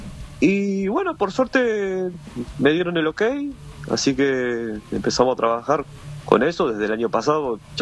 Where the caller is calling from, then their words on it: San Antonio, Central, Paraguay; Nosotros estamos con Yero en San Antonio.